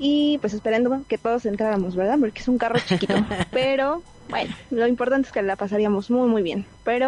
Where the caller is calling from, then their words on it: Puebla, Mexico; los escucho desde la colonia La Paz.